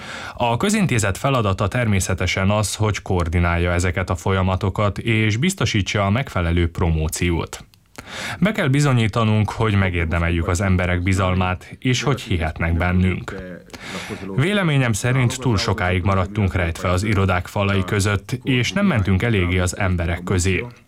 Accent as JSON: {"language": "Hungarian", "town": "Lendava", "region": "Mura", "country": "Slovenia", "tie": "born or raised there", "said": "úgy éreztem, hogy szeretnék visszatérni a szülővárosomba"}